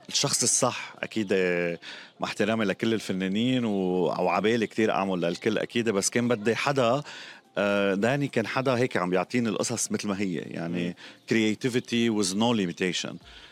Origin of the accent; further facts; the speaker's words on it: Lebanon; حقيقتنا نحن كلبنانية يلي ولا بعمرنا عرفنا كيف نستسلم